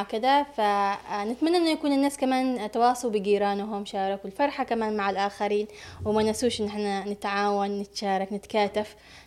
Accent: Yemen; عندنا في اليمن

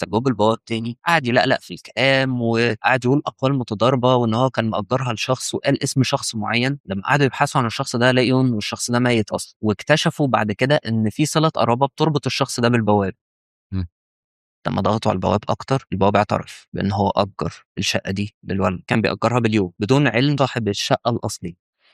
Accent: Egypt; بطبيعتنا كمصريين

